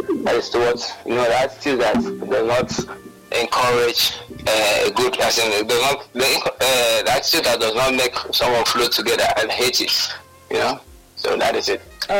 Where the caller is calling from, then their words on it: Calabar, Cross River, Nigeria; I'm calling from Calabar South.